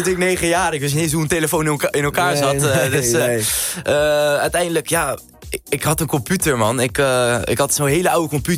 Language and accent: Dutch; Hoek van Holland, South Holland, Netherlands; Ik ben 16 jaar. Ik kom uit Hoek van Holland.